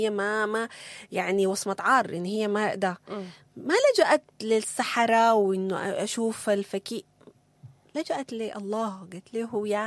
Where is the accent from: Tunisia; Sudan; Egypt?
Sudan; احنا كسودانيين عندنا ايمان انه الله موجود، انه الله كريم.